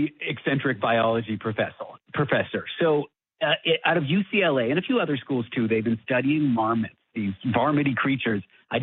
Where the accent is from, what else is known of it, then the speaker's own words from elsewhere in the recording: Toronto, Ontario, Canada; I'm from Toronto.